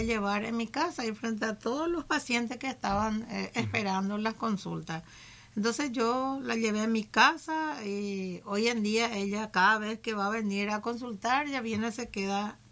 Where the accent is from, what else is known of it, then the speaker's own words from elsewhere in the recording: Caraguatay, Cordillera, Paraguay; also born or lived in San Lorenzo; Inicié la escuela y el colegio, el primer curso hice en Caraguatagü, que soy oriunda de Caraguatagü.